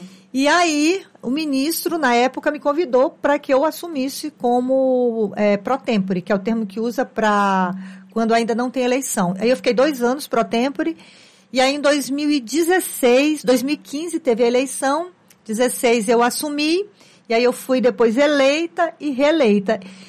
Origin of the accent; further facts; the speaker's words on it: Acre, Brazil; sou acriana, engenheira agrônoma, né? Formei aqui na Universidade Federal do Acre.